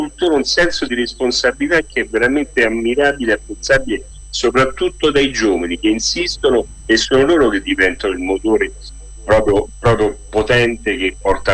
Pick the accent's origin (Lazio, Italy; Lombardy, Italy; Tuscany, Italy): Lazio, Italy; Rome; also born or lived in Monteleone di Spoleto; Io sono di Roma, però da 35 anni ormai sono legato a questo paese